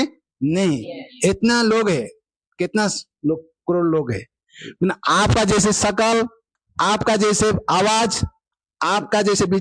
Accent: Odisha, India; born or raised there

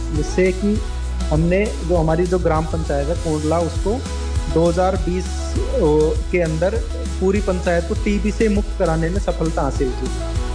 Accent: Purnala, Rajasthan, India; और मैं अलवर जिले के राजगढ़ तहसील के एक छोटे से गांव पूर्णला का रहने वाला हूं।

